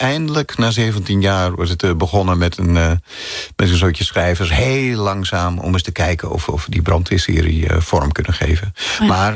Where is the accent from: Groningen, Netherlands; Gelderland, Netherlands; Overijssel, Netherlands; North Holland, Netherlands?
North Holland, Netherlands; Amsterdam; Klopt, ik ben in de stad opgegroeid. Oh, ja. Geboren en getogen in Amsterdam. Op de Nieuwendijk.